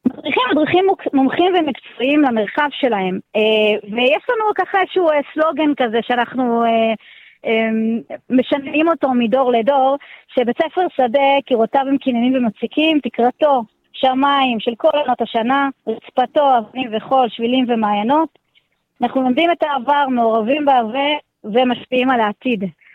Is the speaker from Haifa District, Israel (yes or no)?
no; Southern District, Israel; אז מרחבי החולות פה במישור החוף זה נוף ילדותי. כאן גדלתי. אני בעצם מנהלת בית ספר שדה, ממש במרחב שבו נולדתי, התפתחתי, גדלתי